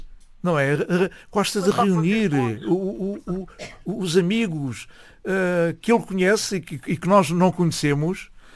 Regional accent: Lisbon, Portugal; born there; eu nasci no bairro mais popular de Lisboa, que é a Mouraria.

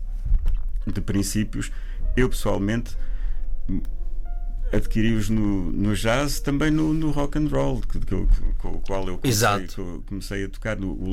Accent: Portugal; eu sou português

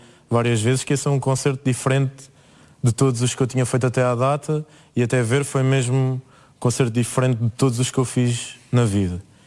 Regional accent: Ourém, Centro, Portugal; Eu digo sempre primeiro que sou de Orém, mas depois tenho que dizer que é, opa, o pé de Fátima.

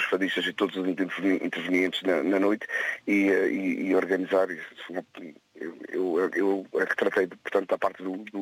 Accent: São Jorge Island, Azores, Portugal; now in Terceira Island, Portugal; Eu sou natural da Ilha de São Jorge, já resido aqui na Ilha Terceira há 20 anos, mas São Jorge é sempre a minha terra, sempre o meu berço

